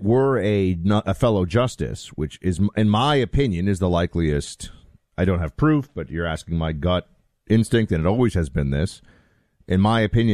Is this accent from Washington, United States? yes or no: no; New York City, New York, United States; I grew up in New York City, but I got to college